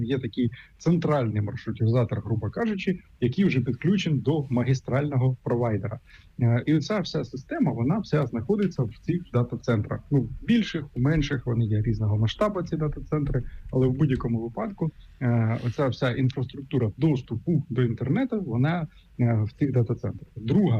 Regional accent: Sumy Oblast, Ukraine; наприклад, мою рідну Сумську область, туди не один кабель заходить, а декілька кабелів.

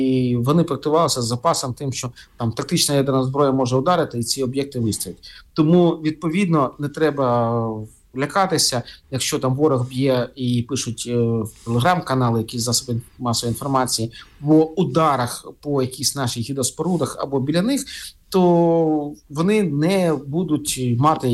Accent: Kharkiv, Kharkiv Oblast, Ukraine; now in Kyiv, Ukraine; мій рідний Харків

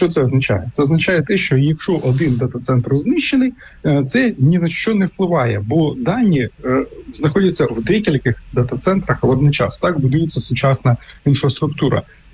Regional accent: Sumy Oblast, Ukraine; мою рідну Сумську область

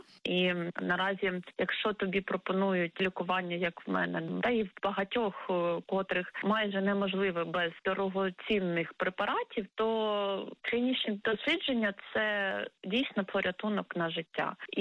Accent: Kyiv, Ukraine; я сама з Києва.

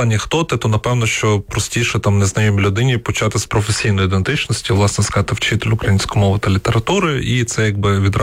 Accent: Luhansk Oblast, Ukraine; first language Russian; Ukrainian is a second language; now in Kyiv, Ukraine; Я народився, виріс на Луганщині просто, mm-hmm. і моя перша мова – це російська мова, якою я спілкувався.

